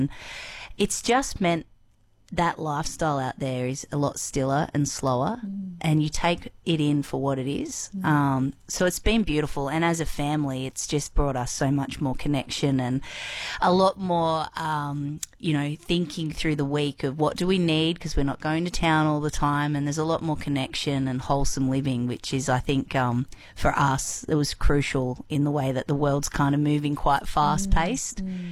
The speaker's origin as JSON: {"language": "English", "town": "Moonbi", "region": "New South Wales", "country": "Australia", "tie": "born or raised there", "lives_now": "Nundle, Australia", "said": "we grew up in Moonbi"}